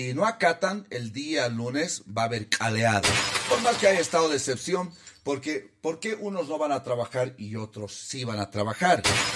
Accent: Bolivia; Los bolivianos, camba, colla, no, toditos sí, somos jodidos, somos... chinchosos, conadas somos los bolivianos.

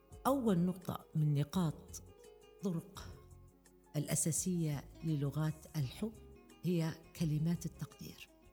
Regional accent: Libya; يمكن أن نحن كمجتمع ليبي خاصة يعني أن نغير بعض التصرفات

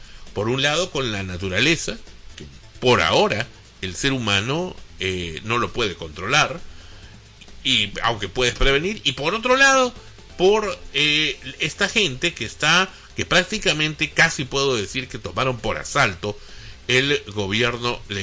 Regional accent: Peru; yo como peruano, como periodista, me siento realmente estafado por el Congreso anterior

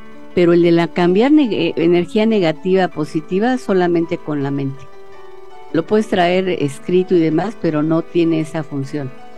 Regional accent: Mexico

